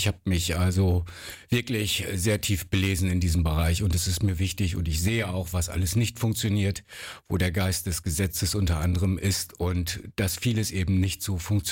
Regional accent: Wilhelmshaven, Lower Saxony, Germany; Wilhelmshaven ist meine Heimatstadt. Das ist einfach auch mein Lebensmittelpunkt.

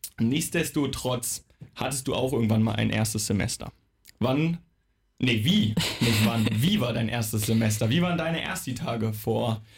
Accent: Krefeld, North Rhine-Westphalia, Germany; moved away as an adult; now in Wilhelmshaven, Germany; Ich komme ursprünglich aus Krefeld, das darf sich ja netterweise Großstadt nennen.

